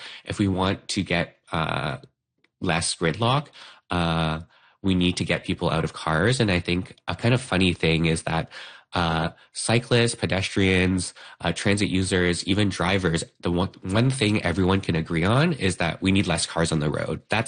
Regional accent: Toronto, Ontario, Canada; I'm originally from Toronto, and I've also been to other places abroad, like Montreal.

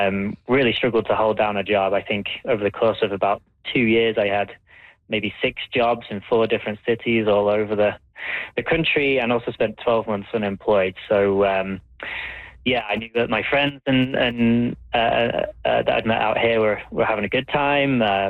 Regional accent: United Kingdom; moved away as an adult

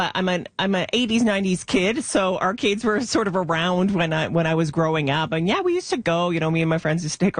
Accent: Prince Edward Island, Canada; I grew up in Prince Edward Island, so taking the ferry from Prince Edward Island to New Brunswick

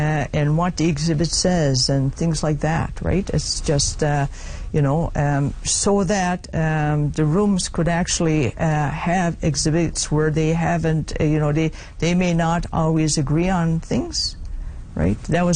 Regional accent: Makkovik, Newfoundland and Labrador, Canada; I'm from Northern Labrador. I'm born and raised in Mokovic. I'm a member of Nunatsivut Inuit. I'm mixed heritage, but I consider myself as Indigenous.

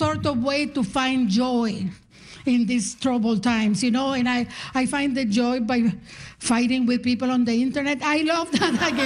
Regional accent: Nicaragua; now in Canada; because I'm from Nicaragua and we always feared an American invasion. I live with that fear.

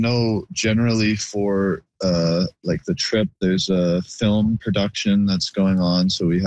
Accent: Toronto, Ontario, Canada; And I'm not a big city person, despite the fact that I'm from Toronto.

